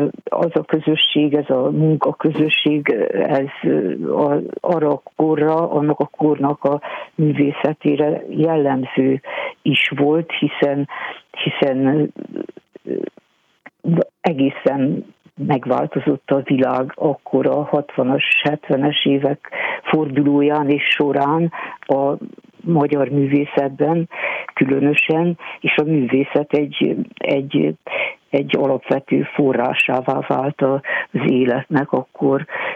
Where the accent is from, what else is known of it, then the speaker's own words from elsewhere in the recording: Pécs, Baranya, Hungary; Én azt hiszem, hogy pécsi vagyok